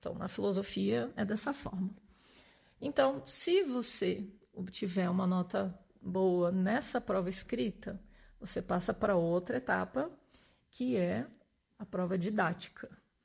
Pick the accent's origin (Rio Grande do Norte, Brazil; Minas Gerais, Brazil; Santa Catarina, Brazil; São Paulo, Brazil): Santa Catarina, Brazil; eu fiz lá na Universidade Federal de Santa Catarina, porque eu sou catarinense